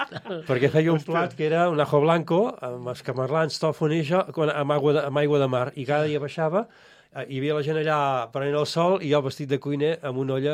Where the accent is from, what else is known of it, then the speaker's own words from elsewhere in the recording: Catalonia, Spain; jo soc d'Osona